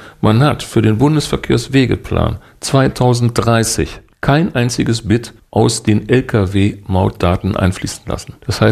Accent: Duisburg, North Rhine-Westphalia, Germany; In Duisburg, wo ich herkomme, haben wir eine Brücke, da ist die Sanierung auf 20 Jahre angelegt.

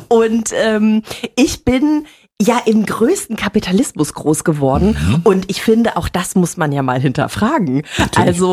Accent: Bavaria, Germany; Ich komme aus Bayern.

